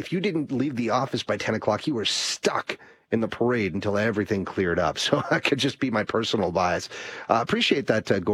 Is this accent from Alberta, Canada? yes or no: yes; Lloydminster, Alberta, Canada; I'm from Lloyd